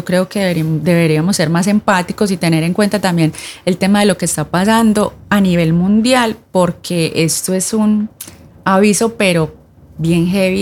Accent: Colombia; now in Oslo, Norway; me siento cada vez más orgullosa de donde soy, de donde nací, no solamente como colombiana, como latina

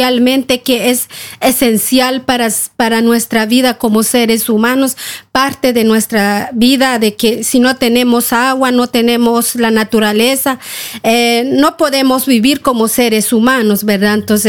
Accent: Guatemala; de Guatemala, represente de la Organización Coordinadora Nacional Viudas de Guatemala. Somos una organización de mujeres mayas

